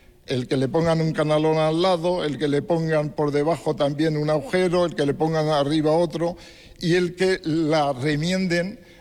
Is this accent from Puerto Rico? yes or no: no; Cuenca, Castilla-La Mancha, Spain; yo me crié, digamos, hice el bachiller en Cuenca capital